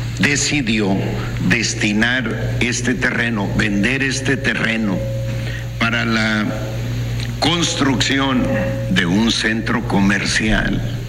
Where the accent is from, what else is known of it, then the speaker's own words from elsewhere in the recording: Bavispe, Sonora, Mexico; Siempre pongo de ejemplo Bavispe, mi pueblo.